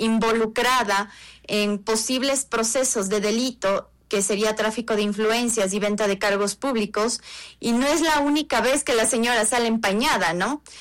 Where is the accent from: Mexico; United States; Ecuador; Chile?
Ecuador; nuestro pueblo ecuatoriano